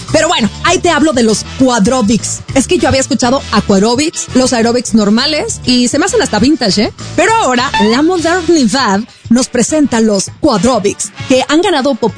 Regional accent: Mazatlán, Sinaloa, Mexico; yo soy de Mazatlán … Mazatlán, Mazatleca 100%

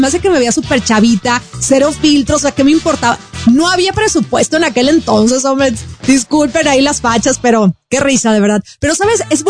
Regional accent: Mazatlán, Sinaloa, Mexico; moved away; yo vivía en Mazatlán … Mazatlán, de donde yo soy, de allá de Sinaloa

